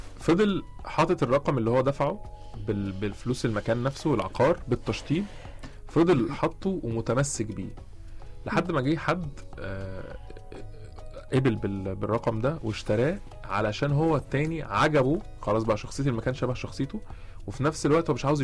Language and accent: Arabic; Egypt; احنا كمهندسين مصريين